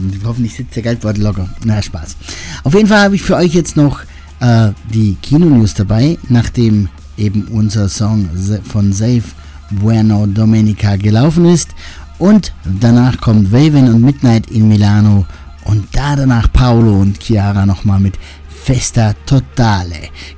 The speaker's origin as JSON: {"language": "German", "town": "Weißenhorn", "region": "Bavaria", "country": "Germany", "said": "ich komme hier aus Weißenhorn im Illerta"}